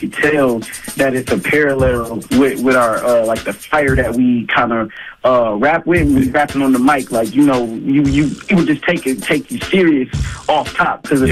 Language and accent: English; Milwaukee, Wisconsin, United States; I grew up on the North Side